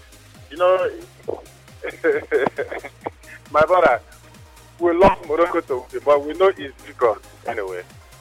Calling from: Nigeria; I'm calling from Okibo.

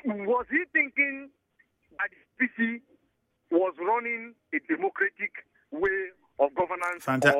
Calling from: Port Harcourt, Rivers, Nigeria; I'm calling you from Rumaolo.

